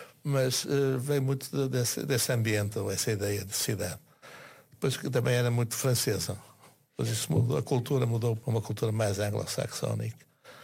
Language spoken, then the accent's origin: Portuguese; Porto, Norte, Portugal; a minha família é minhota, eu sou do Porto